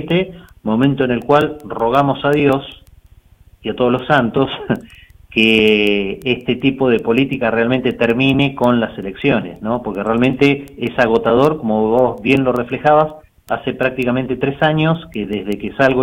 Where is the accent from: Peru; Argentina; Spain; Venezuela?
Argentina; Nosotros como argentinos